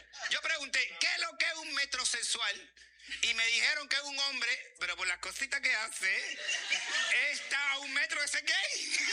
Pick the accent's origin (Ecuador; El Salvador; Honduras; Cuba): Cuba; Además, de donde yo vengo, de mi pool, de mi patria, de mi Cuba, todo era más fácil